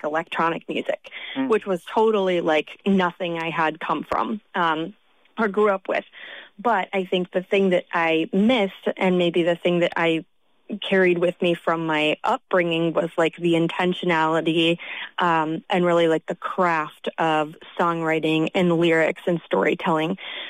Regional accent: Michigan, United States; So I grew up in Leelanau County with parents and family that really appreciate folk music, folk and roots music.

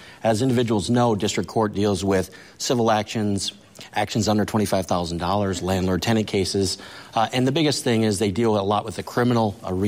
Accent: Michigan, United States; So I grew up right here in Marquette County. Basically born and raised, the biggest part of it is, what can I give back to the community here in Marquette?

